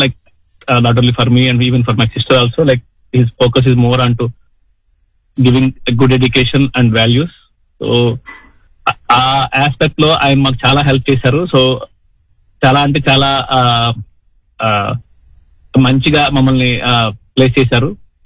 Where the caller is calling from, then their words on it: Dublin, Leinster, Ireland; నేను డబ్లిన్ నుంచి కాల్ చేస్తున్నానండి.